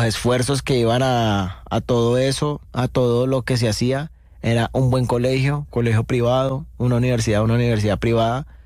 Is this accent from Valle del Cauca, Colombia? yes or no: yes; Cali, Valle del Cauca, Colombia; Yo soy del sur de Cali. Desde el barrio Limonar, pues viví muy pequeño en el norte, pero fue pasajero. Y ya radicado en el sur de Limonar, y ahí ya fuimos yéndonos un poquito más para el sur.